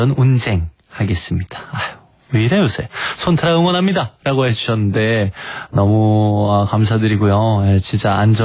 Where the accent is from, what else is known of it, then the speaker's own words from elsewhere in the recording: South Korea; 그런 세계 무대에 또 … 가 하프타임 공연을 했다니 얼마나 대한민국 사람으로서 자랑스러운 순간이 아니었을까 합니다.